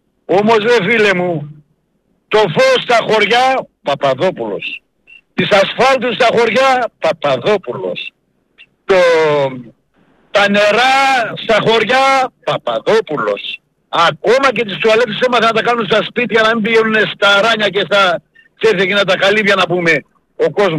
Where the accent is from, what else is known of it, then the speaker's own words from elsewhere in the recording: Drama, Eastern Macedonia and Thrace, Greece; also born or lived in Dipotamos, Kavala; Εγώ είμαι από το Διπόταμο, η καταγωγή μου από εκεί είναι. Αλλά σε μικρή ηλικία έφυγα, ήρθα στη Δράμα. Έμενα εκεί στο στρατιωτικό νοσοκομείο πίσω, ξέρεις, σε ένα ίδρυμα.